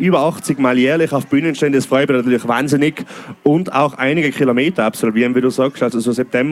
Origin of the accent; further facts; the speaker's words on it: Oberperfuss, Tyrol, Austria; dass ich als Tiroler Bursch quasi da rausfahren darf